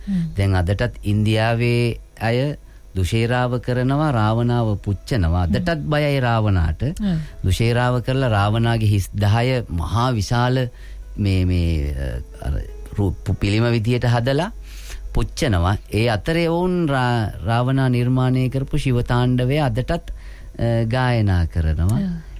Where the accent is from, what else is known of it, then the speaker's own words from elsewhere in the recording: Ratmalgoda, Western Province, Sri Lanka; ඔව්, මම මුලින්ම පාසල් ගියේ අපේ ගම රත්මල්ගොඩ තිබුණු මාපුටුකල මහාවිද්‍යාලයට.